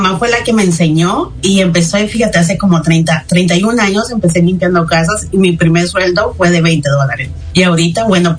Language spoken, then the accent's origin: Spanish; Tijuana, Baja California, Mexico; now in United States